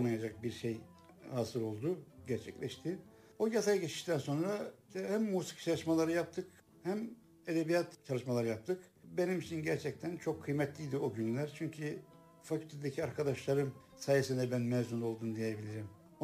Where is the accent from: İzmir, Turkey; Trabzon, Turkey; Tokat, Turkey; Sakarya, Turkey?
Tokat, Turkey; born there; moved away as an adult; also born or lived in Erzurum / Istanbul